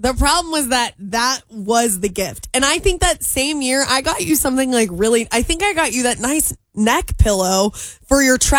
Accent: Cincinnati, Ohio, United States; My hometown is a place called Coleraine. It's in Cincinnati.

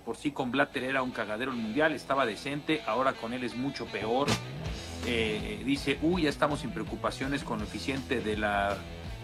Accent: Mexico

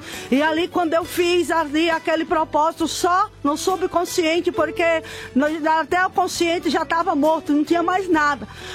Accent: Bahia, Brazil; now in Mogi das Cruzes, Brazil; Eu sou baiana, mas eu moro ali hoje em Mogi das Cruzes, no bairro de Jundiapeba

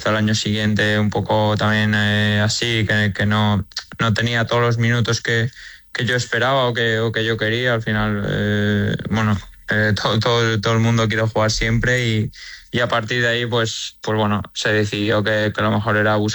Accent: Valencia, Valencian Community, Spain; y porque al final yo me he criado allí, soy del Valencia y voy a ser de Valencia toda la vida

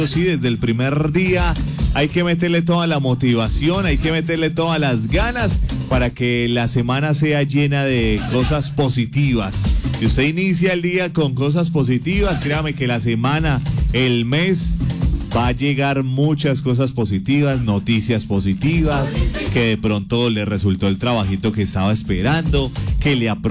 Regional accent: Colombia; nos caracteriza como colombianos

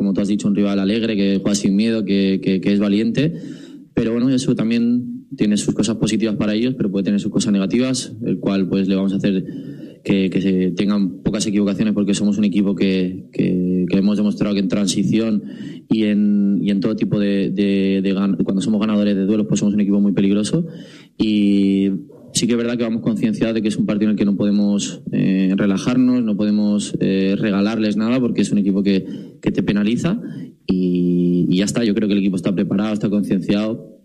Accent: Catalonia, Spain; viví allí, soy catalán, tengo mucha familia allí, que de hecho estarán en el partido.

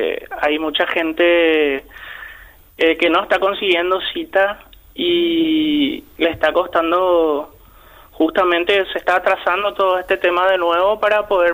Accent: Paraguay; moved away as an adult; now in Gran Canaria, Spain

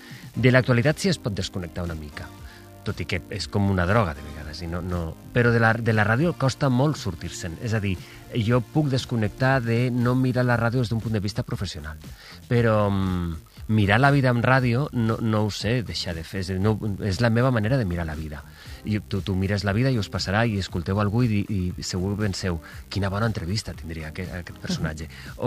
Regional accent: Valencia, Valencian Community, Spain; moved away as an adult; now in Barcelona, Spain

